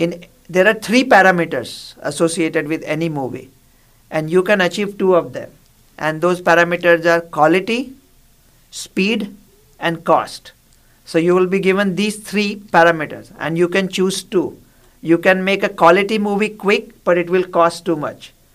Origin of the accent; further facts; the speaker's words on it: India; I grew up in India, so I can't overcome my temptation to advise people, especially when they are not asking for it.